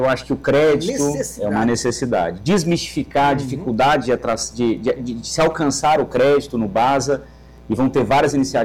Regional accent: Goiás, Brazil; moved away as an adult; now in Amapá, Brazil; eu não sou do Amapá, eu sou de Goiás e vim para o Amapá, não conhecia o estado

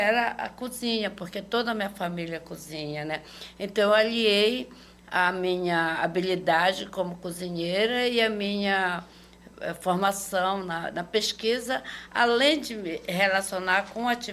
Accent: Belém, Pará, Brazil; Eu sou de Coraci

